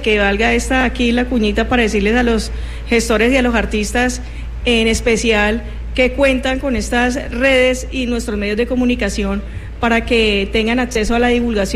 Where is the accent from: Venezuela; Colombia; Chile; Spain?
Colombia; Huila